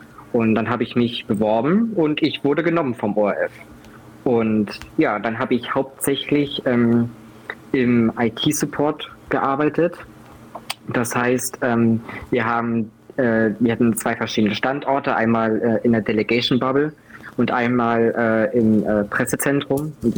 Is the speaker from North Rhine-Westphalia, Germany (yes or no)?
no; Heyerode, Thuringia, Germany; moved away as an adult; now in Leipzig, Germany; Ich bin 21 Jahre alt und ich komme aus Heirode. Das ist ganz in der Nähe von Eschwege, also noch in Thüringen. Ich wohne aktuell in Leipzig